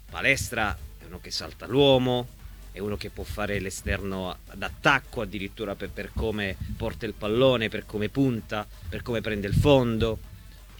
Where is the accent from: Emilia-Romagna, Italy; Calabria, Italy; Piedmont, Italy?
Calabria, Italy; Da calabrese a calabrese